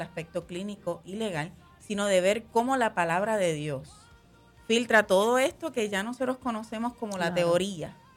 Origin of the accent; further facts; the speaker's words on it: Yabucoa, Puerto Rico; now in Ceiba, Puerto Rico; soy original de Yabucoa, pero estoy viviendo cerquita aquí en Ceiba